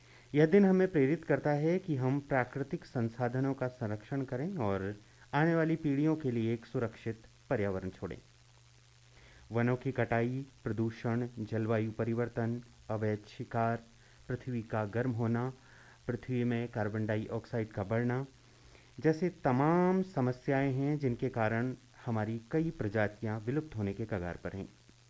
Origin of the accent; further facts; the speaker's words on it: the Himalayas, India; हम पर्वत प्रदेश यानी हिमालय के निवासी हैं और हिमालय की तीनों श्रेणियां यानी बृहद हिमालय, मध्य हिमालय, शिवालिक हिमालय के फैलाव में हम बसे हैं